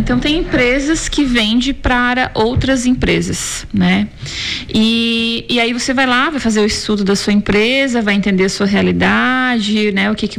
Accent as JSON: {"language": "Portuguese", "country": "Brazil", "said": "A gente é brasileiro."}